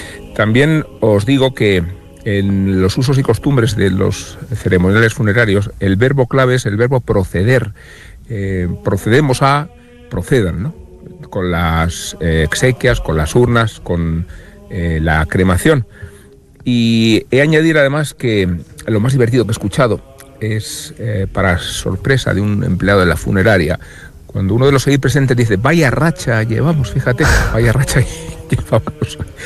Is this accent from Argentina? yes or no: no; Salamanca, Castile and León, Spain; asistir hace muy poco a unos funerales en Salamanca, de donde vengo.